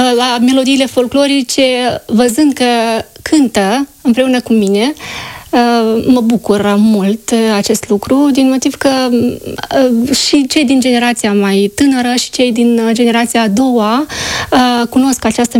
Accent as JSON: {"language": "Romanian", "country": "Moldova", "said": "se înțelege că sunt din Basarabia, din Moldova."}